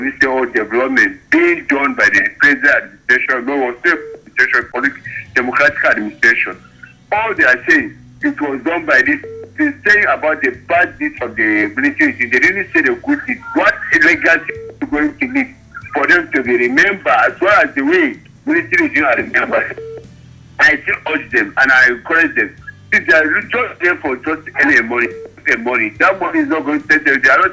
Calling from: Doma, Nasarawa, Nigeria; calling you from Doma Ogogo.

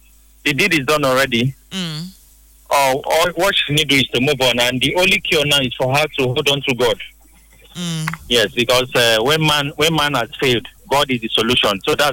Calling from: Port Harcourt, Rivers, Nigeria; I'm calling from Port Harcourt.

